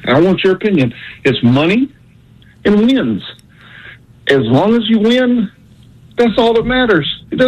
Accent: Georgia, United States; I'm in Ames visiting a friend but I'm from Georgia, diehard dog fan.

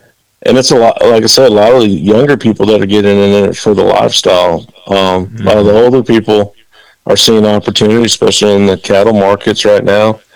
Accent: Dominican Republic; no, I'm actually a missionary kid. I grew up in the Dominican Republic.

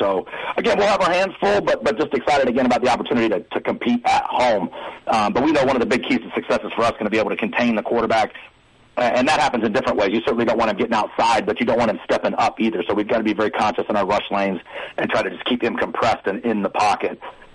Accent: Indianapolis, Indiana, United States; I grew up in Indianapolis, so there's a lot of familiarity, you know, with their staff and what they're trying to do.

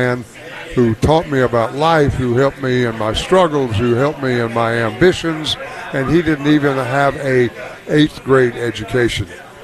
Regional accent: Quitman, Georgia, United States; It's fiction for the most part, but it's based on me growing up in South Georgia.

